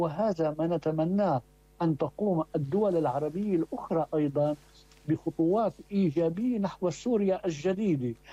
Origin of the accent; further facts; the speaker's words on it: Lebanon; يعني أنا كلبناني